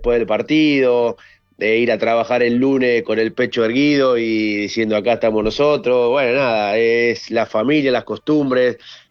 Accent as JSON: {"language": "Spanish", "region": "Buenos Aires", "country": "Argentina", "tie": "born or raised there", "said": "nací en Caseros y Boedo, prácticamente en el medio de Parque Patricio y Boedo."}